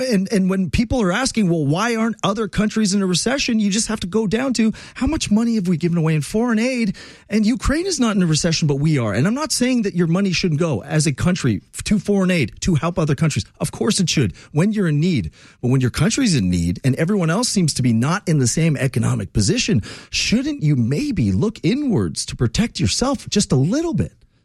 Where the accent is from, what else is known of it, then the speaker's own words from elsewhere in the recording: Quebec, Canada; I can do a French accent because I'm from Quebec.